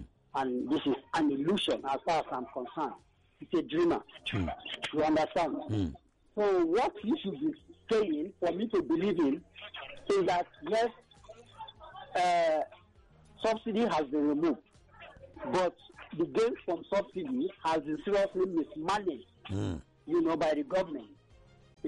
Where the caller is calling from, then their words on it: Nigeria; I'm calling from Abanganje